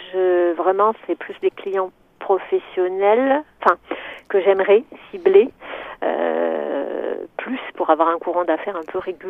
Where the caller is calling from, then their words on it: Auvergne-Rhône-Alpes, France; J'appelle de la Drôme.